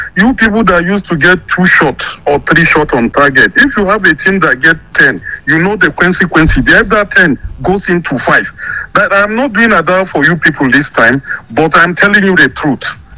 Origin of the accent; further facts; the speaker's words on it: Enugu State, Nigeria; That is what even my village team, Rangers International, because I'm from Enugu, I'm from Nkanu East.